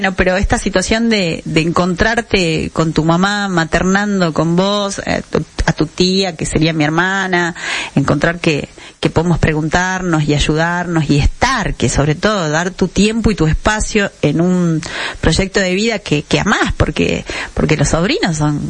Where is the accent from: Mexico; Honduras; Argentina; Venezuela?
Argentina; Animaná, Salta; yo soy de Animaná